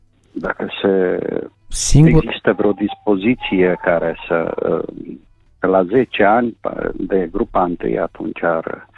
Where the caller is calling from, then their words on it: Cluj-Napoca, Cluj County, Romania; sunt de la Cluj-Napoca.